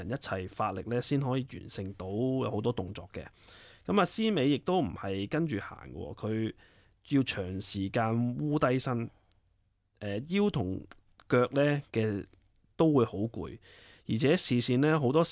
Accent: China; now in Brisbane, Australia; 尤其是我哋身處喺外國啊，喺 Brisbane 啦，咁作為中國人咧，反而會更加想小朋友去接觸翻自己嘅文化

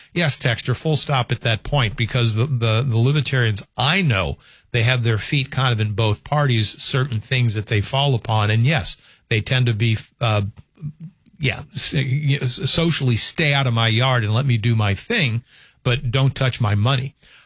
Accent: Southern US, United States; and I should know this as a Southerner, but I completely forgot

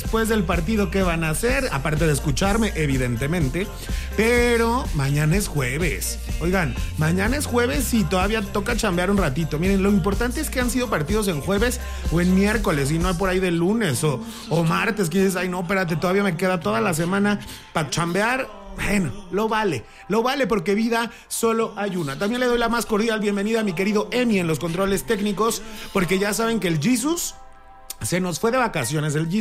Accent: Mexico; porque hoy somos más mexicanos que nunca. Cada que juega nuestra selección, aparte de sentirnos orgullosos del país

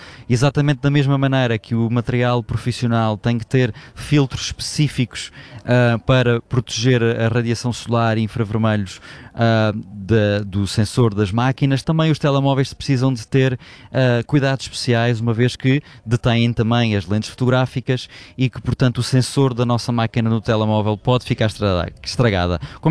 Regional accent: Portugal; como bons portugueses que todos nós somos, deixámos certamente para a última a compra ou a aquisição destes óculos.

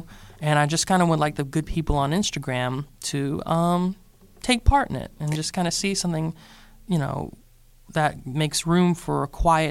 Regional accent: South Carolina, United States; accent: Southern; moved away; I grew up in South Carolina.

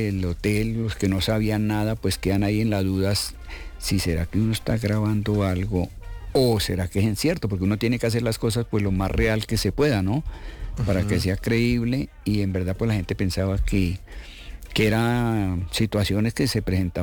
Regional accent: Chaparral, Tolima, Colombia; yo soy de Chaparral, Tolima.

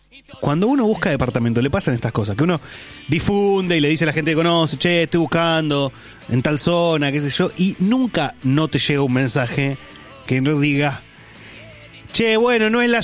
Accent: La Matanza, Buenos Aires Province, Argentina; now in Boulogne, Argentina; Sí, claro. Tengo tatuado el mapa de la Matanza.

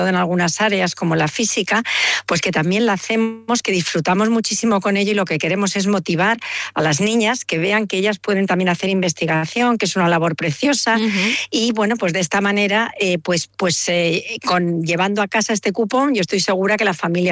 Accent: Ciudad Real, Castilla-La Mancha, Spain; born there; now in Madrid, Spain; represento a Castilla-La Mancha, Ciudad Real es mi ciudad donde yo nací

